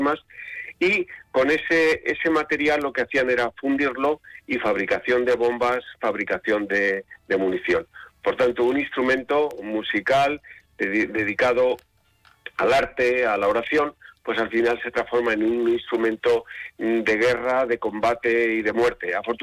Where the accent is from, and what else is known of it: Lezuza, Castilla-La Mancha, Spain